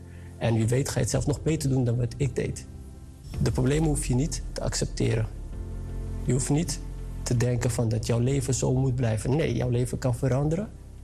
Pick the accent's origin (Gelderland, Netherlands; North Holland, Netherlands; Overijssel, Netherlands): North Holland, Netherlands; Amsterdam; want ik kwam uit Amsterdam, hè. Ik woon in Amsterdam.